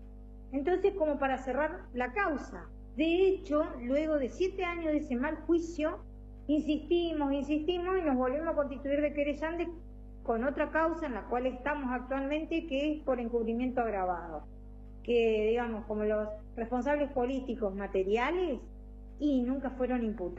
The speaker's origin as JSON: {"language": "Spanish", "region": "Entre Ríos", "country": "Argentina", "moved": "yes", "lives_now": "Córdoba, Argentina", "said": "yo vine hace ya, va a ser 40 años a vivir a Córdoba, yo soy de Entre Ríos."}